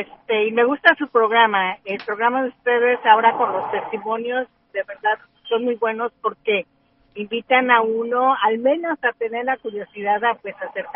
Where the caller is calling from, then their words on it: Sacramento, California, United States; De Sacramento.